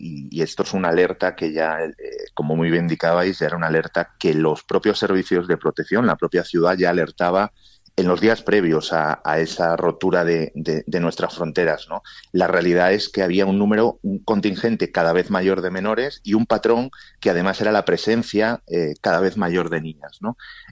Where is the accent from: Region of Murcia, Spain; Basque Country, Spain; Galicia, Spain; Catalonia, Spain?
Galicia, Spain; A mí me sorprende, yo soy gallego